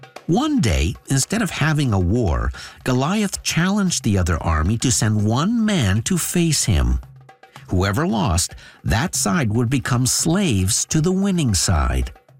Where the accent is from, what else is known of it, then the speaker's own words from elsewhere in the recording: Sudbury, Ontario, Canada; was a kid growing up in Sudbury, Ontario